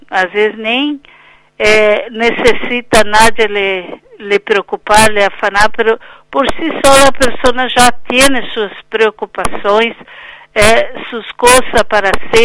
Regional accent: Brazil; accent: Brazilian; now in Uruguay; eu sou o sotaque brasileiro, não?

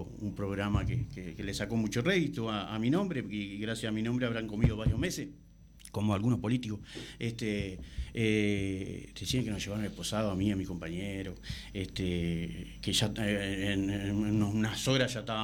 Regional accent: Salto, Uruguay; somos de Salto.

